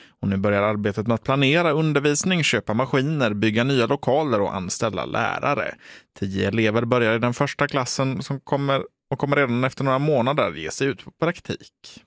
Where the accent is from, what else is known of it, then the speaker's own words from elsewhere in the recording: Gothenburg, Västra Götaland County, Sweden; moved away; jag var ju hemma på Göteborg